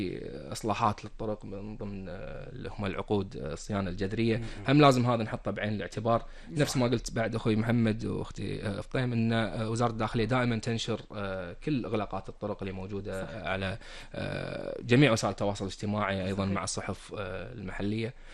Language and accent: Arabic; Kuwait; عندنا بالكويت